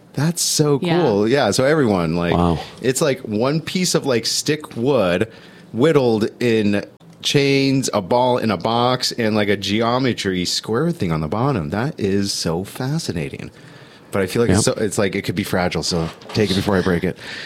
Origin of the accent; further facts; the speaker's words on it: Los Angeles, California, United States; also born or lived in Santa Clarita / Venice Beach; I was like raised in Studio City, yeah. and then I went to Santa Clarita, and then I was a Venice Beach person for a while, and that's like the vegan mecca of the world